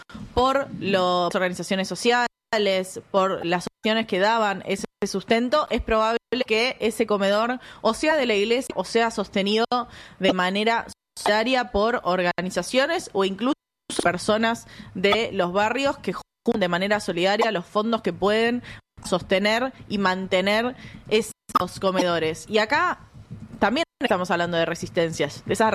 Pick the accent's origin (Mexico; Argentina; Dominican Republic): Argentina; como argentinos y como argentinas